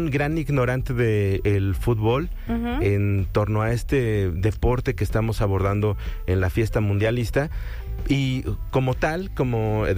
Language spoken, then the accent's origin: Spanish; Mexico